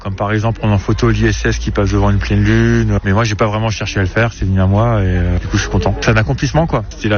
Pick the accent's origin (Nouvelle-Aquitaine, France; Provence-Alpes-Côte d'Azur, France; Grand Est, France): Grand Est, France; Bah, c'est la seule que je vais pouvoir immortaliser et encore plus de pouvoir le faire chez moi en Alsace.